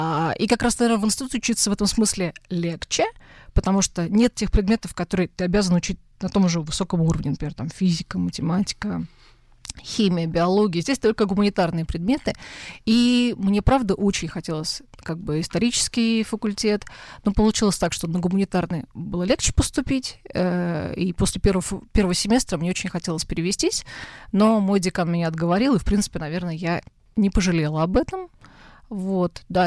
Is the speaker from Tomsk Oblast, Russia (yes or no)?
no; Oryol Oblast, Russia; мы из Орловской области